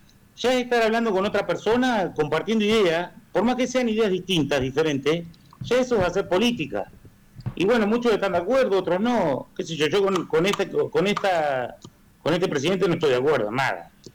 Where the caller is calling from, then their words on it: Trenque Lauquen, Buenos Aires Province, Argentina; yo soy de Trenquelauquen